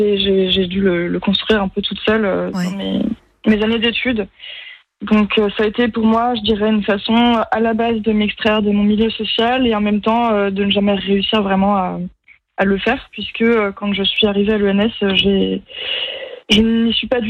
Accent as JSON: {"language": "French", "region": "Pays de la Loire", "country": "France", "tie": "born or raised there", "said": "je suis née à Saint-Sébastien-sur-Loire, mais j'ai grandi toute mon enfance à la Foissière, dans le vignoble nantais."}